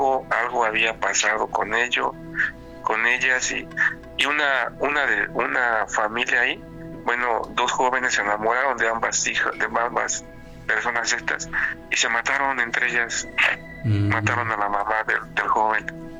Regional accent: Mexico City, Mexico; Soy de Ciudad de México.

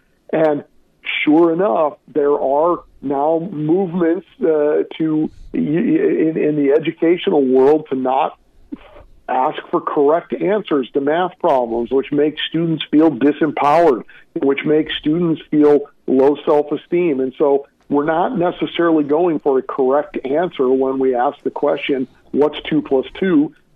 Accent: St. Louis, Missouri, United States; my hometown of St. Louis

